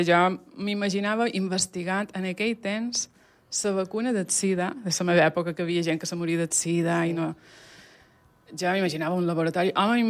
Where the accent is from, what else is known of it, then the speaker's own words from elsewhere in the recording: Sóller, Balearic Islands, Spain; born there; also born or lived in Fornalutx; Jo he nascut a Bonafornalutx, Sóller, una cama a cada banda.